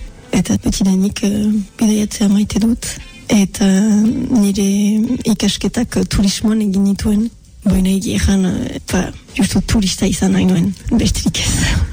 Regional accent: Bayonne, Nouvelle-Aquitaine, France; Baionakoa naiz, eta, bon, ostakit importantea den, me ogoita amagost urte ditut.

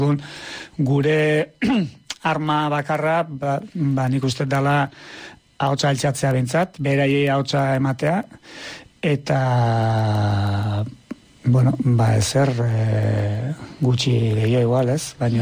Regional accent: Tolosa, Basque Country, Spain; ni Tolosarra naiz

